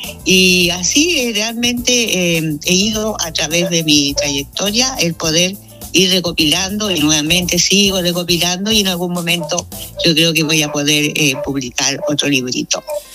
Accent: Chile; mi país que yo amo enormemente y que, gracias a Dios, lo conozco prácticamente casi todo.

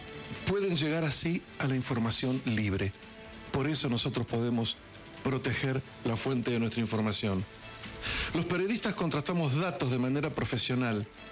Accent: Argentina; todos somos técnicos de la selección argentina

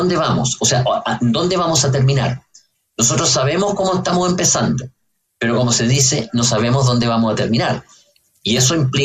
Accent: Chile

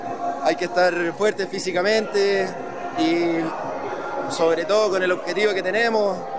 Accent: Concepción, Biobío, Chile; Yo soy penquista, soy de Conce, pero siempre he tenido una muy buena relación con Linares.

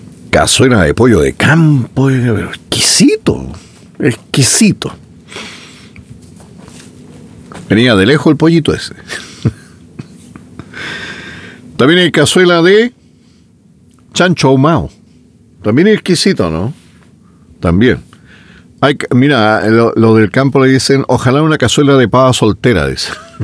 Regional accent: Chile

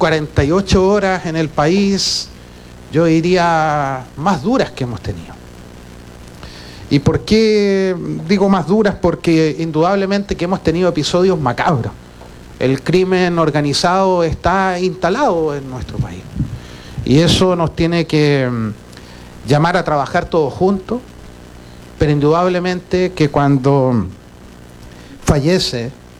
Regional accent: Chile; como alcalde, como papá, como vecino, como chileno

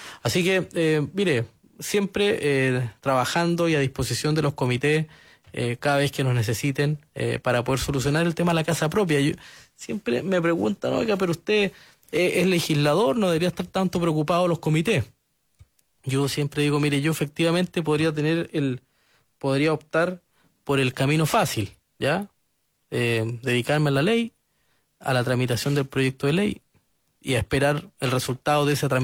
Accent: Aysén, Chile; Yo soy senador de Aysén, yo soy de Aysén, me gusta Aysén, me gusta vivir en la región

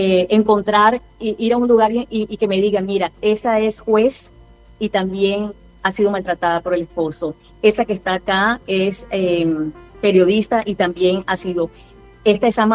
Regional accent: Caribbean Region, Colombia; born there; now in Barranquilla, Colombia; yo no soy barranquillera, yo nací en la Sabana del Caribe, pero esta es mi segunda patria. Soy hija adoptiva de Barranquilla

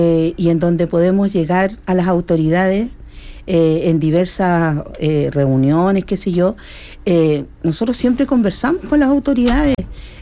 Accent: Coihueco, Ñuble, Chile; como yo soy de Coihueco

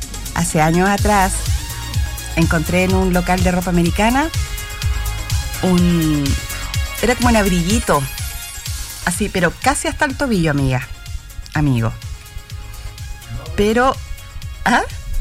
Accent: Chile; los chilenos somos tan chilenos para darnos a entender.

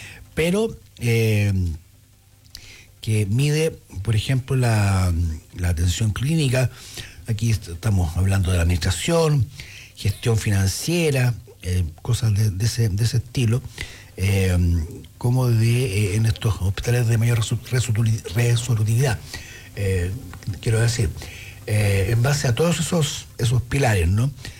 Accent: Temuco, Araucanía, Chile; now in Coyhaique, Chile; Yo soy de Temuco

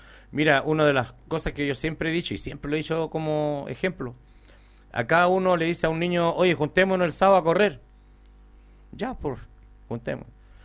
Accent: Los Andes, Valparaíso, Chile; born or raised there; also born or lived in Concepción; now in Calle Larga, Chile

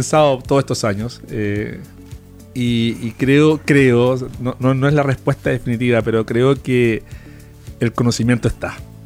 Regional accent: Santa Cruz, O'Higgins, Chile; Yo amo mi tierra, amo Colchagua, amo Santa Cruz

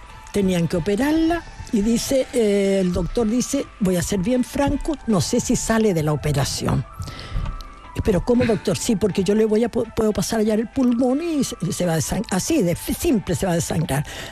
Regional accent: Melipilla, Santiago Metropolitan Region, Chile; yo, chica, me crié por muchos años en Melipilla.

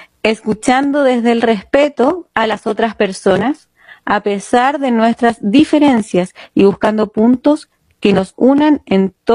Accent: Chile; nosotros como chilenos y chilenas

